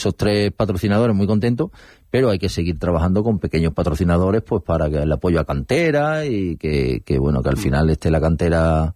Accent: Málaga, Andalusia, Spain; moved away; el caso que yo conozco más es Málaga, ¿no? Porque es mi tierra natal.

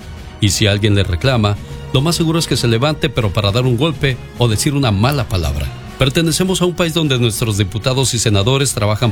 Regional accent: Mexico; moved away; reflexión para todos nosotros que somos mexicanos y hemos llegado a un país donde queremos seguir llevando nuestros malos hábitos y nuestras viejas costumbres.

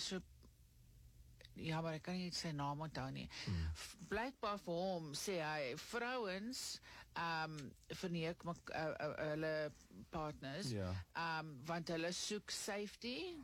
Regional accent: Johannesburg, Gauteng, South Africa; born there; also born or lived in Cape Town; Ja, ek is hier in Johannesburg gebore

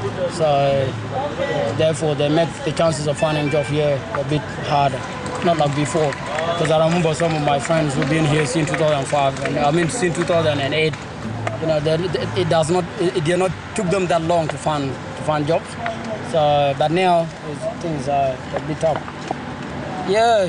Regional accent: South Sudan; English is a second language; moved away as an adult; Yeah, well … I'm from South Sudan. That's where I was born.

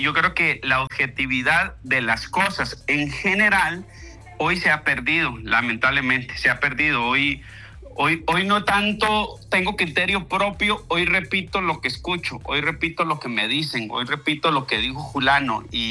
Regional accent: Costa Rica; yo lo digo de verdad como costarricense, como persona de a pie que soy, como papá que soy, como esposo que soy, como hijo que soy.

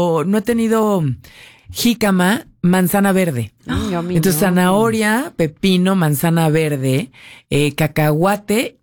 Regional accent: Mexico; somos botaneros los mexicanos

